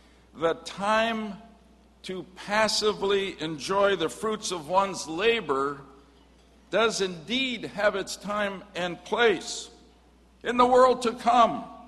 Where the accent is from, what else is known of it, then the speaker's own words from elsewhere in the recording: Stamford, Connecticut, United States; my hometown Shaliach from Stamford, Connecticut.